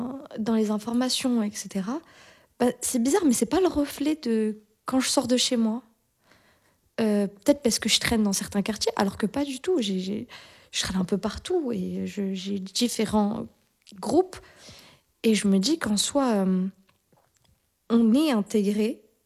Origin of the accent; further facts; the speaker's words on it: Brussels, Brussels-Capital Region, Belgium; c'est cette ville d'accueil, là où j'ai grandi, là où j'étais à l'école, là où j'ai mangé, là où j'ai ri, là où j'ai pleuré, là où j'ai aimé.